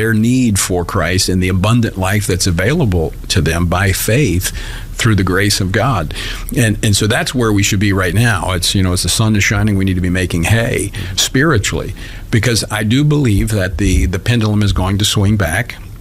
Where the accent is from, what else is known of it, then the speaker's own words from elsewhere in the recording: Louisiana, United States; I've been through a number of natural disasters in my home state of Louisiana in different capacities as a pastor of a church, in the legislatures, in law enforcement.